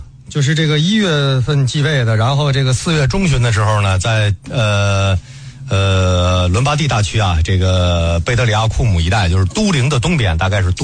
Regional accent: China

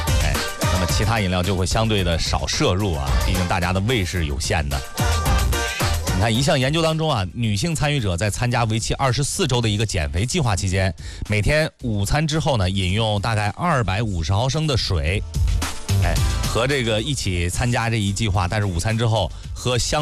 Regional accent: China; 我们中国人喝冰水呢是比较少的。

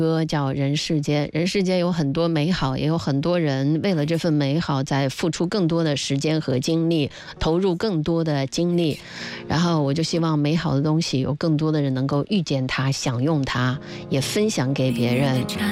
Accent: Zhejiang, China; 咱们浙江人

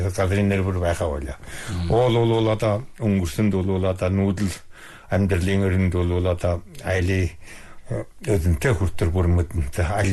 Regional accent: Inner Mongolia, China; Нэг манай нэг үндэстэн ястны бол одоо 1734 оноос баг 8 хошуу хөлөмбөрийн тал нутагт ирээд одоо ихэд орогнон суугаад 280 гэдэг жил болж байна. Одоо 290 шахуу жил болж байна.

